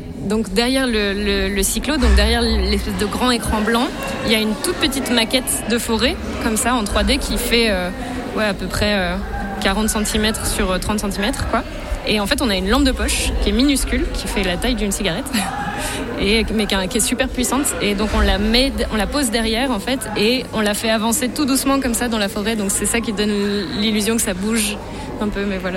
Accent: Brussels, Brussels-Capital Region, Belgium; Nous, on est belges, on vient de Bruxelles.

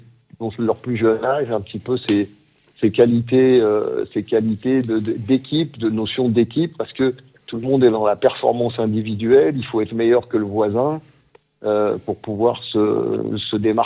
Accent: Île-de-France, France; je connais très bien le Val-d'Oise, puisque je suis originaire moi-même du Val-d'Oise. Donc, j'ai joué dans les clubs de la région, Cosmo de Taverny, Saint-Prix, Hermonde

